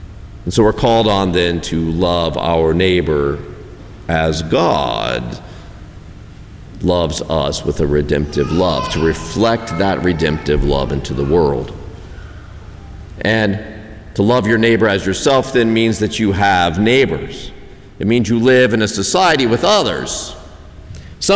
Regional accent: United States

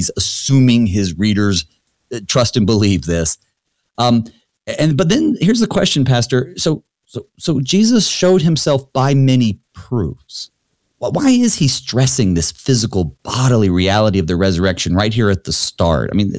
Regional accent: the South, United States; I grew up in the South

